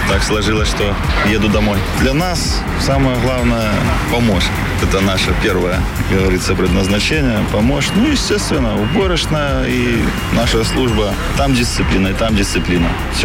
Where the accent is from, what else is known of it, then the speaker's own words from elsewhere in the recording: Lutsky district, Mogilev Region, Belarus; Я сам из Луцкого района